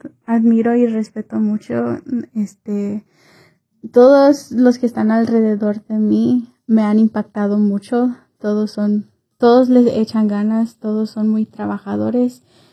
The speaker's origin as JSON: {"language": "Spanish", "town": "Waukegan", "region": "Illinois", "country": "United States", "said": "Incluso aquí, empezando en Waukegan."}